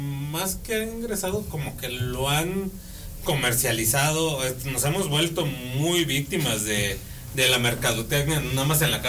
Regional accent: Mexico City, Mexico; yo soy del DF

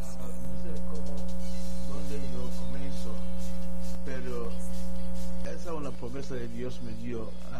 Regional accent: Ghana; Spanish is a second language; now in United States; África, Ghana.

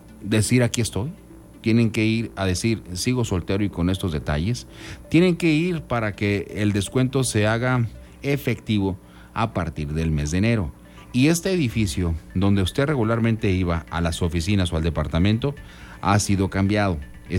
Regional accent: Mexico; Es el derecho que tenemos como mexicanos

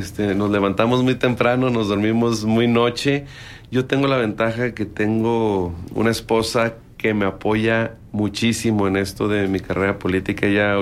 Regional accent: Torreón, Coahuila, Mexico; born there; nosotros somos laguneros, somos de Torreón, nacidos aquí y conocemos al 100% la problemática de la ciudad.

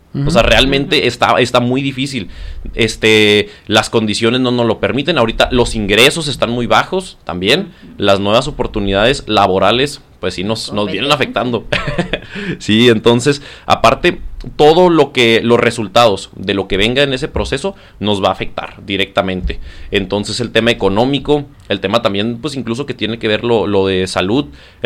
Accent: Guerrero, Chihuahua, Mexico; Guerrero, que yo soy de Guerrero, originario de ¡Ale! Ahí.

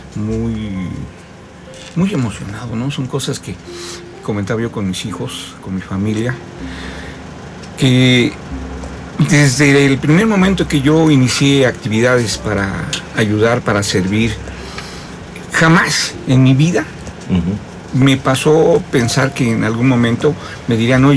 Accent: San Cristóbal de las Casas, Chiapas, Mexico; born there; No, yo nací aquí en San Cristóbal.

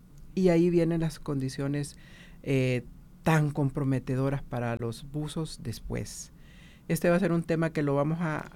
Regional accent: Honduras; nos toca a nosotros como hondureños ser muy responsables con nuestra economía

